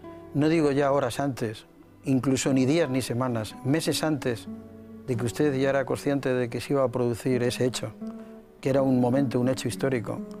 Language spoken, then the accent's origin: Spanish; Spain; Aquel año en el que yo era más niño que adolescente y que, como muchos españoles de la época, pues estábamos deseando de que llegara ese momento de la madrugada